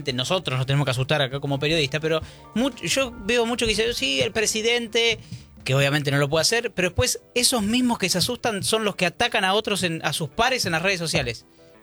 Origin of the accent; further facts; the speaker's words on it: Argentina; quizás como somos los argentinos vamos a decir Gucci Alpine.